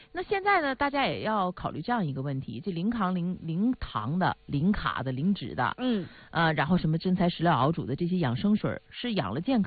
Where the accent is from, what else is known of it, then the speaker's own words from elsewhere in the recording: Northeast China, China; accent: Northeastern Mandarin (Dongbei); 用我们东北话说